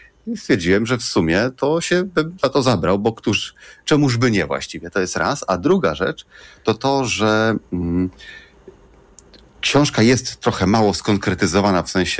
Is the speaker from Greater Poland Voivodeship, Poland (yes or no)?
yes; Poznań, Greater Poland Voivodeship, Poland; ja jestem z Poznania i przyzwyczajony do tego, że teren jest płaski, porośnięty zbożem i że jest gęsto zalodniony, bo tak mniej więcej wygląda Wielkopolska.